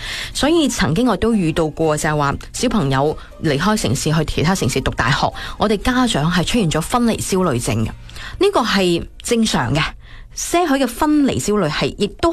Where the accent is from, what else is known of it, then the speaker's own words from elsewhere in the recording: Guangdong, China; 我们广东人最喜欢找东西吃的